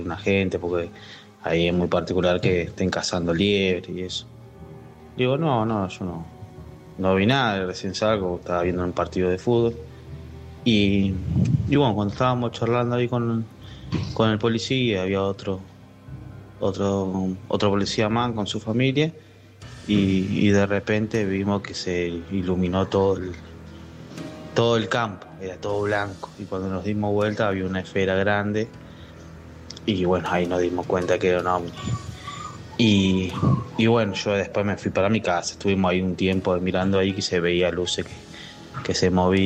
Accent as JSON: {"language": "Spanish", "town": "Chivilcoy", "region": "Buenos Aires Province", "country": "Argentina", "said": "Como te hablo … soy de Chivilcoy."}